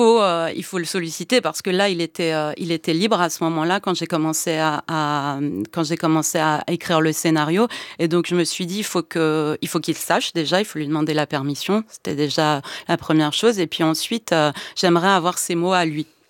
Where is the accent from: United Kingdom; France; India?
France; also born or lived in Iran; je suis née en Iran, j'ai grandi en France et depuis toujours, je vis entre deux mondes.